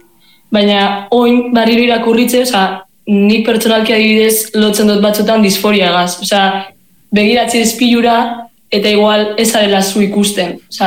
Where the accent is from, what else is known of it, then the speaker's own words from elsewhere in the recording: Guernica, Basque Country, Spain; Pues Gernikarra gara, dizuek, garai baten detxo lokal bardinen egoten ginen